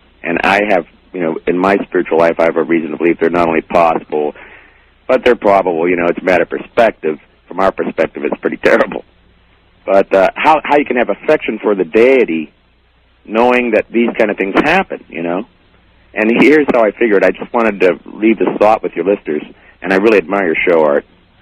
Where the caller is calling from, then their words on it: St. Petersburg, Florida, United States; from St. Pete, Florida.